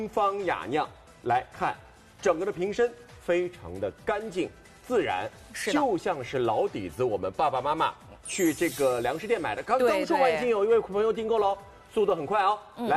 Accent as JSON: {"language": "Chinese", "town": "Hangzhou", "region": "Zhejiang", "country": "China", "tie": "born or raised there", "moved": "yes", "lives_now": "Shanghai, China", "said": "作为一个浙江人，我是杭州人，从小喝着这个黄酒长大的，"}